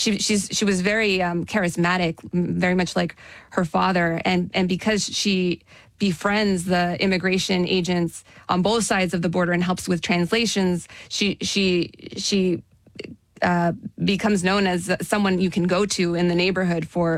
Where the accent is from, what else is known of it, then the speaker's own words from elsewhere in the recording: El Paso, Texas, United States; And I am from El Paso. I lived there.